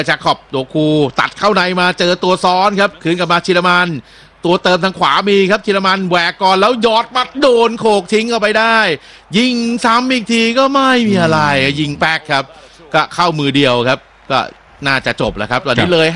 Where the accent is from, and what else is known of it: Bangkok, Thailand; now in Samut Prakan, Thailand